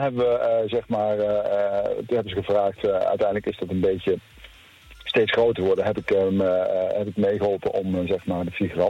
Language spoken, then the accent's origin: Dutch; Groesbeek, Gelderland, Netherlands; also born or lived in Zwolle / Hardenberg; now in near Gramsbergen, Netherlands; ik ben eigenlijk opgegroeid in Groesbeek bij Nijmegen. Daar liggen mijn roots eigenlijk.